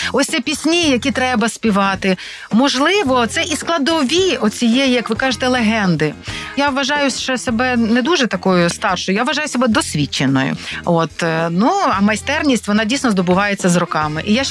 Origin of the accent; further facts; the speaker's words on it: Ternopil, Ternopil Oblast, Ukraine; born there; я народилася в Тернополі, захід України.